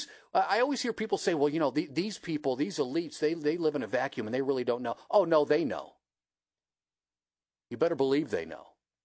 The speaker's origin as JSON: {"language": "English", "town": "Toledo", "region": "Ohio", "country": "United States", "tie": "born or raised there", "said": "because I was born and raised in Toledo, for those of you that don't know"}